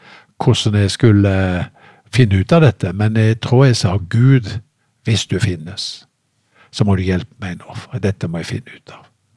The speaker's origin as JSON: {"language": "Norwegian", "town": "Haugesund", "region": "Rogaland", "country": "Norway", "tie": "born or raised there", "said": "Ja, jeg kommer jo da fra Haugesund opprinnelig, selv om dialekten litt avslept med årene, for jeg har bodd mange steder, så det Haugesund som fødebyen."}